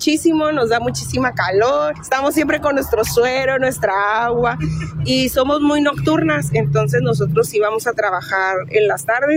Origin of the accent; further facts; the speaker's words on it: Ciudad Constitución, Baja California Sur, Mexico; allá en nuestra tierra, en un poblado que nos queda a unos cuantos kilómetros, se llama La Toba. Nosotros somos de Ciudad Constitución, Baja California Sur.